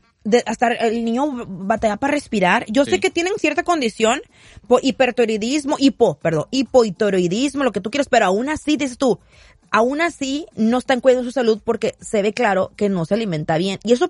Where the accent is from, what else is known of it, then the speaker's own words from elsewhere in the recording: Mexico; now in United States; tú y yo somos mexicanos